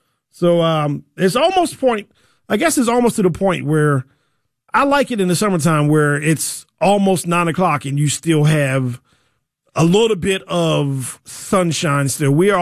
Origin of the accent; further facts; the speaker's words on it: Maryland, United States; Okay. Now, other than the fact that I grew up in Maryland and crabs as a delicacy is very well enjoyed